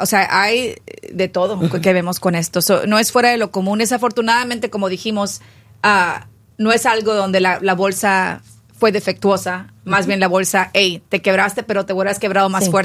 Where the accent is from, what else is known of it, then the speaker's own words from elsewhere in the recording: Corpus Christi, Texas, United States; born there; also born or lived in Houston; yo nací en Houston y mi mamá manejaba en México, pero en Houston no manejó. Y luego cuando nos fuimos a Corpus Christi